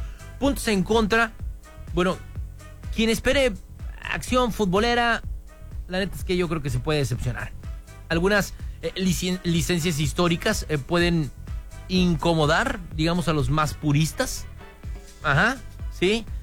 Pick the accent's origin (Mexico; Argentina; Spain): Mexico; si de algo somos expertos los mexicanos